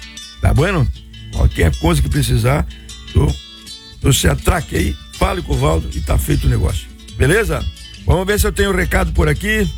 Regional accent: Rio Grande do Sul, Brazil; Não precisa eu fazer churrasco, né, para dizer que eu sou gaúcho, nem andar pilchado ou andar sempre a cavalo.

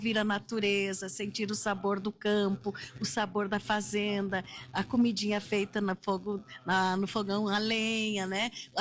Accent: Soledade, Rio Grande do Sul, Brazil; mostrar que somos gaúcho de Soledade, né?

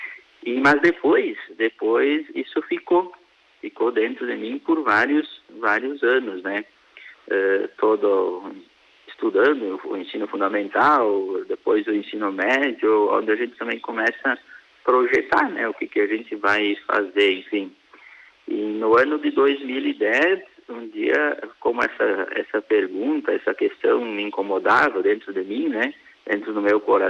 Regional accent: Marau, Rio Grande do Sul, Brazil; ali na comunidade Santo Agostinho, onde eu nasci aqui em Marau

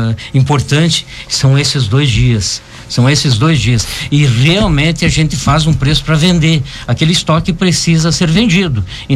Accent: Lagoa Vermelha, Rio Grande do Sul, Brazil; also born or lived in Porto Alegre; now in Farroupilha, Brazil; Eu sou natural de Lagoa Vermelha, mas quando eu vim de Porto Alegre.

